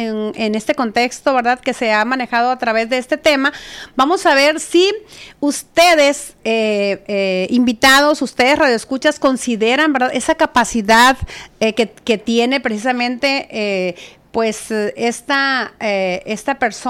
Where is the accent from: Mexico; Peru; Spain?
Mexico; Sinaloa; viviendo aquí en nuestro estado de Sinaloa